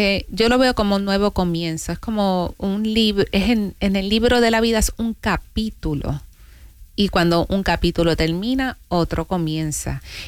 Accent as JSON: {"language": "Spanish", "country": "Puerto Rico", "moved": "yes", "lives_now": "Florida, United States", "said": "Soy la primera puertorriqueña, hispanohablante, conocedora de la cultura latina que se está postulando para una posición de juez en el condado de Pinellas y Pasco County."}